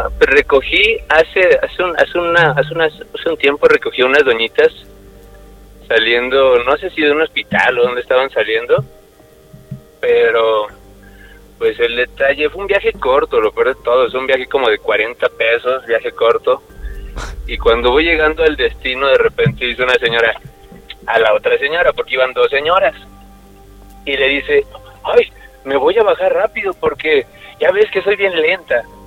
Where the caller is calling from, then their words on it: Guadalajara, Jalisco, Mexico; De Guanatos.